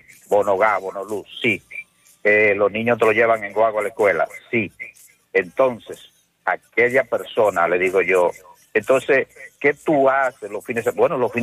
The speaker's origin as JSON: {"language": "Spanish", "town": "Moca", "region": "Espaillat", "country": "Dominican Republic", "said": "buenos días, mi pueblo mocano"}